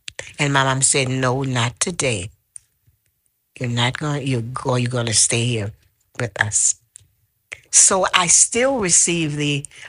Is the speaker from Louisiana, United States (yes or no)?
yes; LaPlace, Louisiana, United States; moved away; also born or lived in Reserve, Louisiana; I'm originally from La Place Reserve. I lived in La Place, and I went to school at Our Lady of Grace in Reserve. So I call both of those my home base.